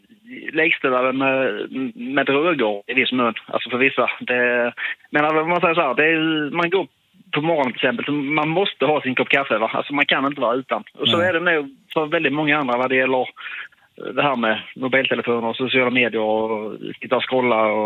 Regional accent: Sweden; Det som händer med mig, jag är ju typisk svensk, så att jag blev lite som smått irriterad.

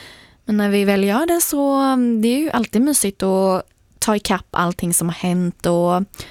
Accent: Nässjö, Jönköping County, Sweden; moved away; Nässjö, där jag kommer ifrån.

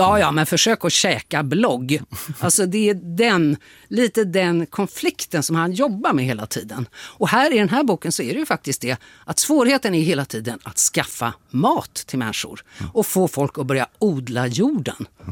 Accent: Stockholm, Stockholm County, Sweden; Jag tycker ju ändå som stockholmare att det är roligt att han har skrivit en Stockholmsroman.

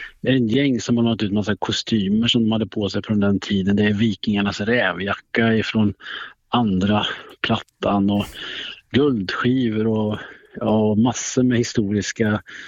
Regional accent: Skara, Västra Götaland County, Sweden; Jag är uppvuxen i Skara och det vet ju vem som kommer därifrån.

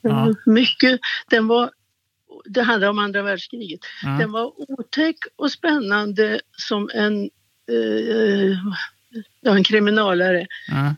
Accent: Uppland, Sweden; also born or lived in Göteborg / Malmö; Men jag är från Uppland, så att, även om jag är född i Göteborg. Så jag pratar lite skånska. Jag har bott i Malmö.

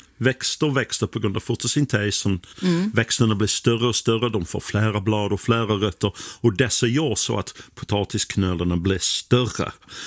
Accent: England, United Kingdom; Swedish is a second language; now in Sweden; när jag var liten i England

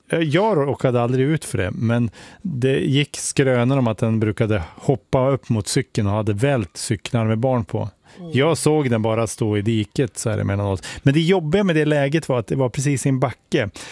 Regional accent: Resele, Västernorrland County, Sweden; Jag bodde ju i obygdan. Liksom. Jag är ju uppväxt i Resel utanför Sollefteå.

